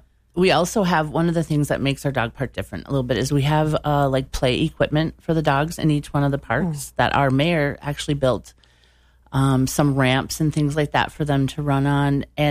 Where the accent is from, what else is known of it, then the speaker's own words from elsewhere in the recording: Maple Grove, Minnesota, United States; now in Bovey, United States; I grew up in Maple Grove, right? So, but at that time it wasn't a big city. It was small town feel, and it was all cornfields